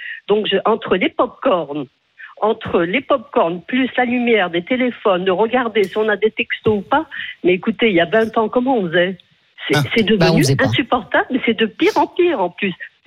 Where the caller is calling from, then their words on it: Paris, Île-de-France, France; j'habite à Paris, je suis dans le 17e